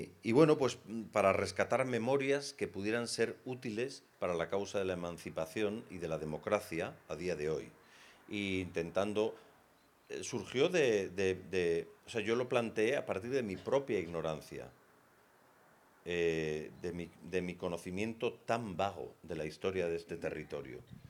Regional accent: Spain; Yo me considero un orgulloso español, pero para alguna gente no lo soy.

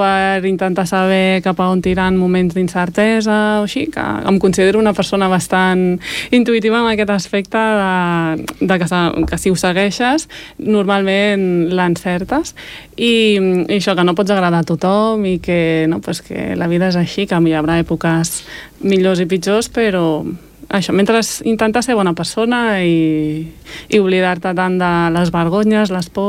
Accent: Esplugues de Llobregat, Catalonia, Spain; Jo sóc d'Esplugues de sempre, no m'he mogut a més de tres carrers de ràdio d'Esplugues

